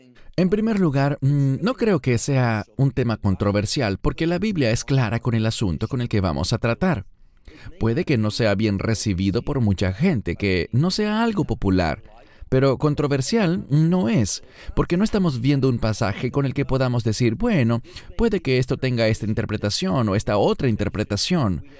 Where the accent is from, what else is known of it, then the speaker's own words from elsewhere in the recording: Chile; born there; Yo nací en Sudamérica, en Chile, y sé de primera mano que la inmensa mayoría de nuestra población pertenece a la Iglesia Católica